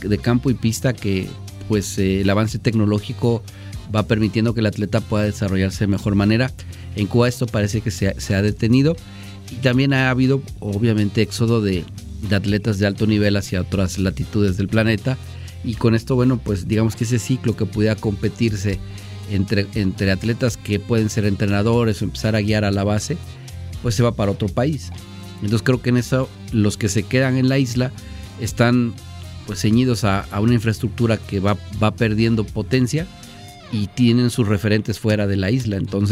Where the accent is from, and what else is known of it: Mexico